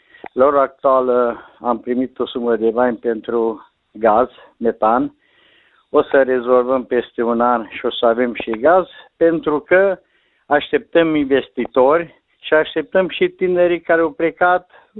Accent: Romania; e satul meu natal, am intrat să candidez și la ora actuală mă aflu tot aici la sediul primăriei.

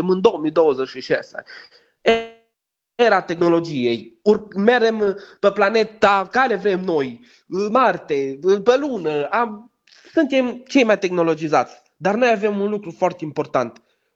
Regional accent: Romania; Asta ne arată că noi suntem români, că noi suntem din Maramureș, că noi suntem vișeoani, că noi suntem bistrițeni, ardeleni sau altceva.

